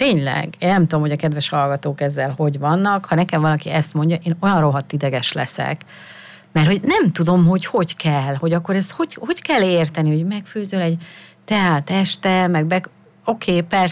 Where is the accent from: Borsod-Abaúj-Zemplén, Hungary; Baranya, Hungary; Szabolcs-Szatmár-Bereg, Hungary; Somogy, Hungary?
Borsod-Abaúj-Zemplén, Hungary; Miskolc; now in Budapest, Hungary; én Miskolcról származom, ugye Észak-Kelet-Magyarország, nagyon pici hely, és én már gyerekkoromban is azt éreztem, mivel sok falusi rokonunk, vagy hát a rokonaink mind falukból, különböző falvakból származtak a környékről, hogy én nem is kisvárosi lány vagyok, én falusi lány vagyok.